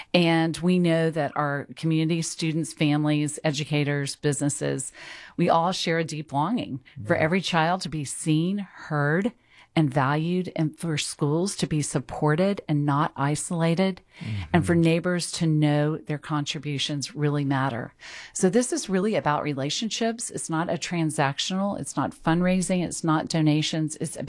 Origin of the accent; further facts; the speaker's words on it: San Antonio, Texas, United States; also born or lived in Washington, D.C.; So I grew up here in San Antonio, like I said, and then I spent some time away in Washington, D.C., and I worked on Capitol Hill, and that's where I met my husband.